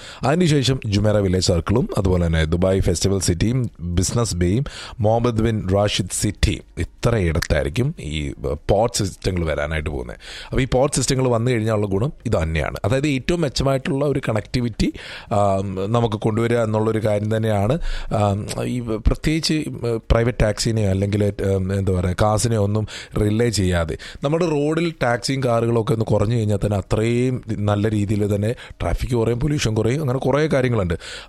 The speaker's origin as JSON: {"language": "Malayalam", "region": "Kerala", "country": "India", "tie": "born or raised there", "also_born_or_lived": "Haripad (mother's home)", "moved": "yes", "lives_now": "United Arab Emirates"}